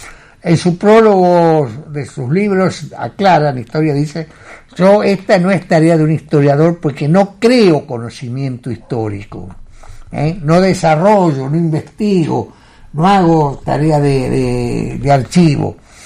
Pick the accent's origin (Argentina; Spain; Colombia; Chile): Argentina; A mí me da vergüenza ajena como argentino